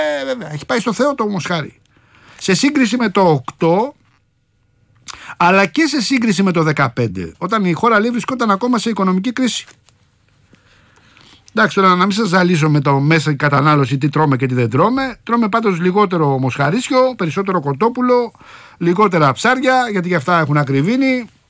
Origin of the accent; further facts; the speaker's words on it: Rafina, Attica, Greece; Ο Πάνος είναι στην πατρίδα μου, στη Ραφίνα, που είναι ακόμα σκοτεινή.